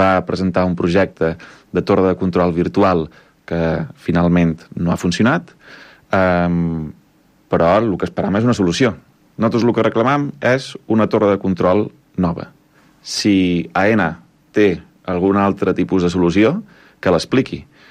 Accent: Menorca, Balearic Islands, Spain; Som els menorquins

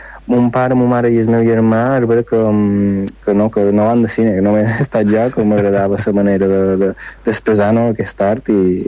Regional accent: Palma, Balearic Islands, Spain; also born or lived in Sencelles / Sant Eugeni; Tot i que jo realment he crescut a Palma i he anat a escola a Palma i tot ho he fet a Palma realment, jo sempre m'he sentit que sóc d'allà, d'aquella zona, perquè els meus pares són d'allà

